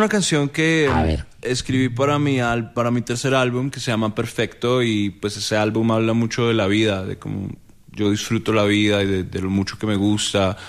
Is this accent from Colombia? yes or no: yes; Colombia; un poco en shock por lo que está pasando en mi país.